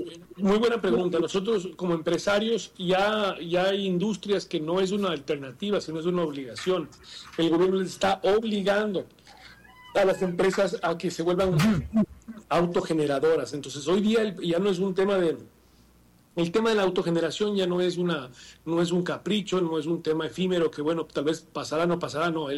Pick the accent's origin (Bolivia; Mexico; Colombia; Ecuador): Ecuador